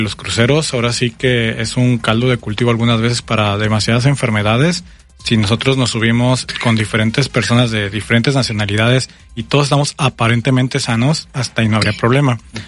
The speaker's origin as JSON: {"language": "Spanish", "country": "Mexico", "said": "nosotros como población mexicana"}